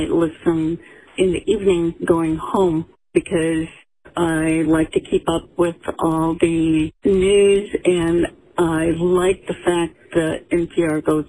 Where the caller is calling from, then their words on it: Lexington, United States; I'm calling from Lexington.